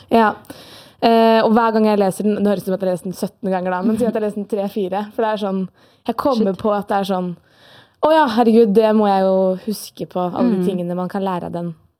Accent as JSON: {"language": "Norwegian", "town": "Elverum", "region": "Innlandet", "country": "Norway", "moved": "as an adult", "lives_now": "Trondheim, Norway", "said": "Jeg er 24 år. Jeg kommer fra Elverum. Har akkurat flyttet til Trondheim for å prøve meg på medisinstudiet."}